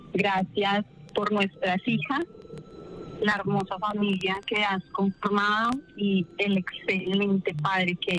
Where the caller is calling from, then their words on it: Bogotá, Colombia; De en Bogotá.